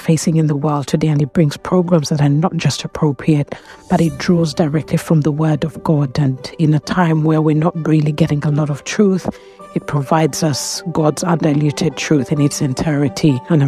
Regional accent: London, United Kingdom; moved away as an adult; I am from London

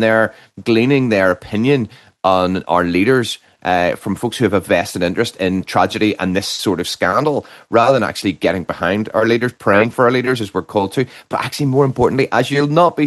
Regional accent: Northern Ireland, United Kingdom; I come from Northern Ireland

